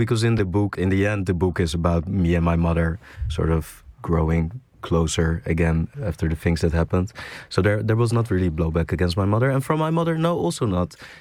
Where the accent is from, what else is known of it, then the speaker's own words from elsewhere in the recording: Schiedam, South Holland, Netherlands; I grew up in Schiedam. It's a small village next to Rotterdam. And it's quite gray, all cement and no nature at all.